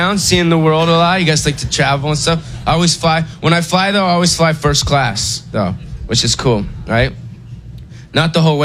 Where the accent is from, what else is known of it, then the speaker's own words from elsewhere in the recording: Los Angeles, California, United States; So I was born here in Hollywood, California my whole life. Born and raised.